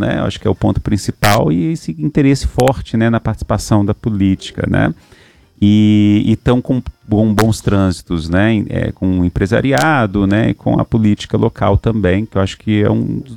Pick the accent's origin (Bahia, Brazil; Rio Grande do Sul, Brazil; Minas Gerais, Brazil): Minas Gerais, Brazil; Belo Horizonte; born there; also born or lived in Divinópolis; eu nasci em Belo Horizonte, mas me considero de Divinópolis, né? Família, é a cidade da minha família.